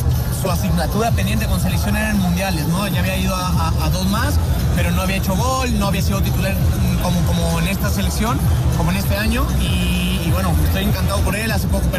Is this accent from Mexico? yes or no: yes; Mexico; Hoy como mexicano esperaba una fiesta